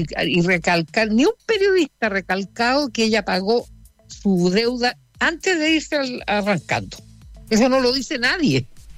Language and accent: Spanish; Chile